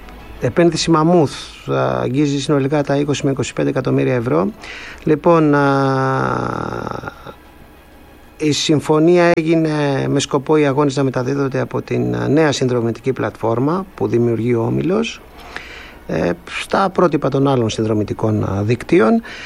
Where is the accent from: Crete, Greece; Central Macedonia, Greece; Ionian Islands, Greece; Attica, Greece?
Ionian Islands, Greece; Kefalonia; ο Αθέρας εκεί, το χωριό μου είναι εκεί